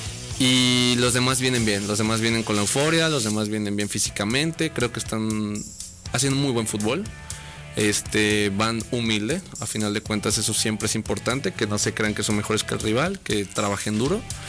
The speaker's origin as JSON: {"language": "Spanish", "country": "Mexico"}